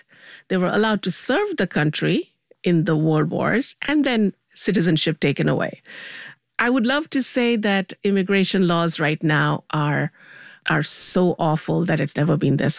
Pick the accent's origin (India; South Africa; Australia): India; moved away as an adult; now in United States; So when I went to New York, I bought a Rand McNally map in those days. That was the thing you did as an Indian immigrant student.